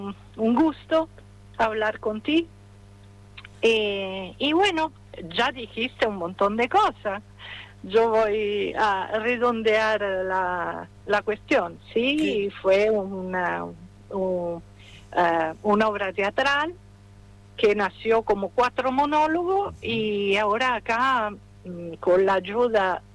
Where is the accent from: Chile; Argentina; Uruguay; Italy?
Italy; Spanish is a second language; moved away; yo soy italiana